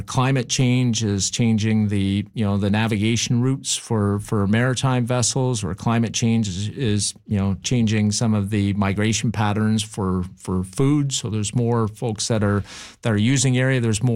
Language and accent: English; Goose Bay, Newfoundland and Labrador, Canada; Yeah, my hometown.